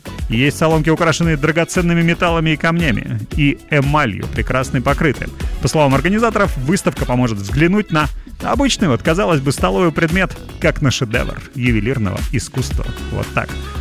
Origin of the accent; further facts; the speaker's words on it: Urals, Russia